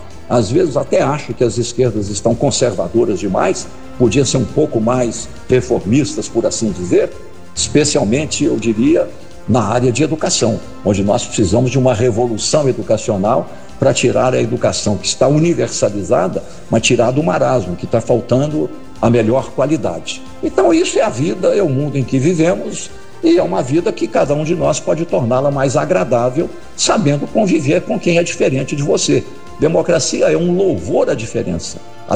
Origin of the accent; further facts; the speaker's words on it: Minas Gerais, Brazil; o eleitor da minha terra, Minas Gerais.